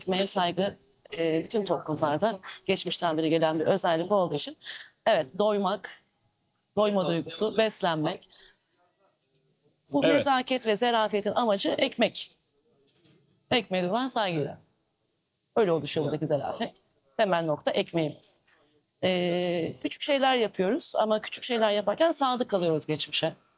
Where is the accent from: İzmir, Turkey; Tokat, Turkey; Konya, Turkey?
İzmir, Turkey; Izmir; Ben İzmirliyim, doğma büyüme İzmirliyim.